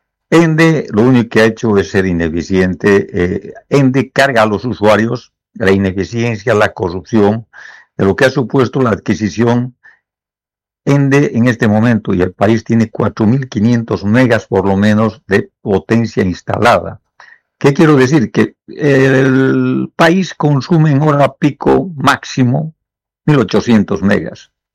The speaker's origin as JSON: {"language": "Spanish", "country": "Bolivia", "said": "yo estoy pidiendo como ciudadano boliviano"}